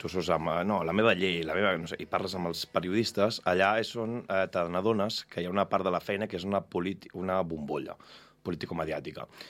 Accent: Sant Feliu de Codines, Catalonia, Spain; moved away as an adult; now in Madrid, Spain; Jo mai m'he oblidat d'on vinc. I per mi sempre Sant Feliu és el primer

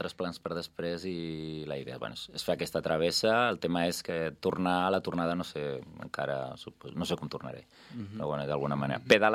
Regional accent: Tarragona, Catalonia, Spain; moved away; Jo baixo a Tarragona perquè meus pares viuen allà, jo sóc de Tarragona

